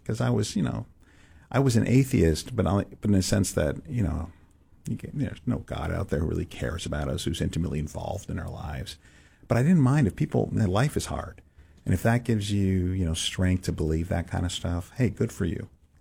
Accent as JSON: {"language": "English", "town": "San Francisco", "region": "California", "country": "United States", "tie": "born or raised there", "said": "I'm growing up in San Francisco, so it's not like you're not in the middle of church culture."}